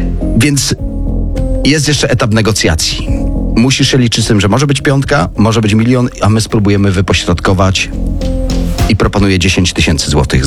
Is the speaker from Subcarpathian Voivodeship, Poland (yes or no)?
yes; Subcarpathian Voivodeship, Poland; Ja tak wczoraj usłyszałem, że ktoś był z Dębicy, to niedaleko mojej rodzinnej miejscowości.